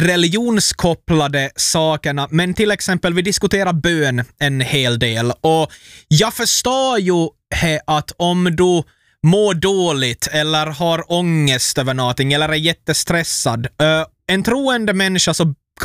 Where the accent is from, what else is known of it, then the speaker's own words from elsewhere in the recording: Ostrobothnia, Finland; jag är ju född och uppvuxen i Österbotten